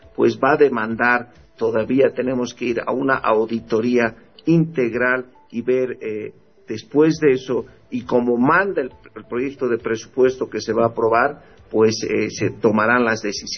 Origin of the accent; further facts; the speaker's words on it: Potosí, Bolivia; now in La Paz, Bolivia; Aunque no soy paseño. Soy potosino, pero muy agradecido. Vivo casi 38 años en La Paz, ya paseño, pero de corazón todavía potosino.